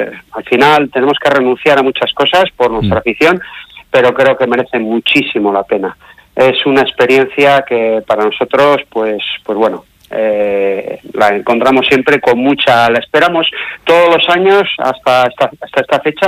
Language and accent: Spanish; Spain; Somos los únicos españoles que vamos.